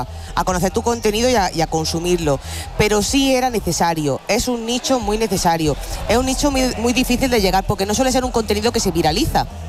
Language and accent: Spanish; Guadix, Andalusia, Spain; Guadí, que es mi pueblo.